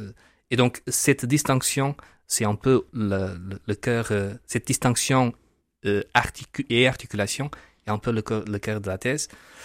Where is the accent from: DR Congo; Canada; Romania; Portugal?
Portugal; moved away as an adult; also born or lived in Kenya; now in Lille, France; Donc je suis portugais, le nom le dénonce. Je suis un laïc marié, père de 3 enfants